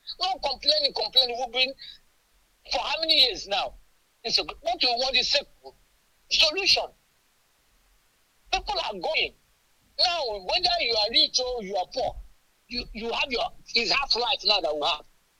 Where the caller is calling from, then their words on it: Nigeria; When I said I'm Nigerian, I said, Nigeria.